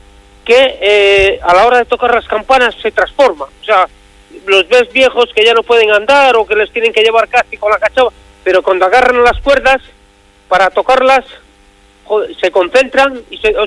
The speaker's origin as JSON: {"language": "Spanish", "region": "Cantabria", "country": "Spain", "said": "yo soy de aquí, de Covadonga"}